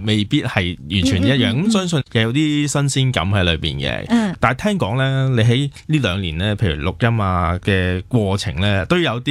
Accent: Hong Kong

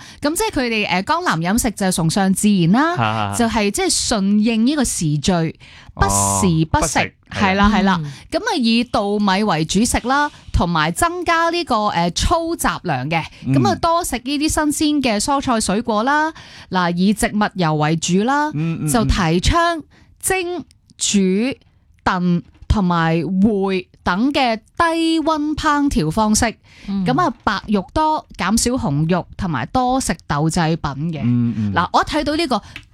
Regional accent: Hong Kong; 我哋香港人

